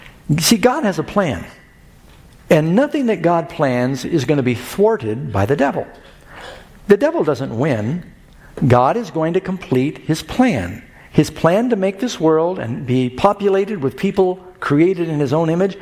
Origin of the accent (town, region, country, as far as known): New York City, New York, United States; born or raised there; also born or lived in Los Angeles / Miami